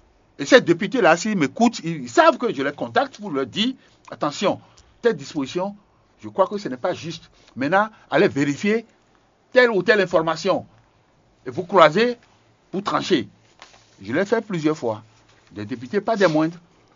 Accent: Benin; Et c'est pareil, même chez nous, chez moi au Bénin.

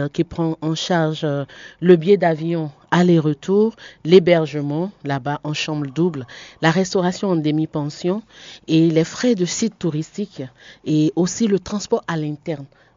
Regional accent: Benin; en tant que Béninois

